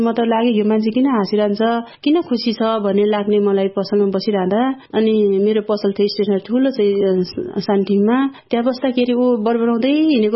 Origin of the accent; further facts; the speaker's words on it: Koshi Province, Nepal; now in Thimi, Nepal; अनि मेरो घर चाहिँ शङ्खसभा हो पुर्ख्योली घर र अहिले हाल चाहिँ सानो ठिमी भक्तपुरमा बस्छु।